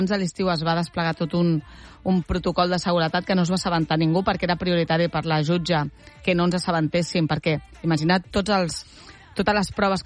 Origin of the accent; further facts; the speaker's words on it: Catalonia, Spain; Com som els catalans, ens contentem, eh?